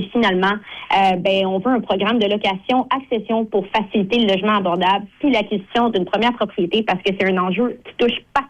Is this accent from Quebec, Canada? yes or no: yes; Lavaltrie, Quebec, Canada; now in Joliette, Canada; je suis une fille de la Nature. J'ai grandi à Lavaltrie. J'habite à Joliette. Je suis une francophone assumée, fière de l'être.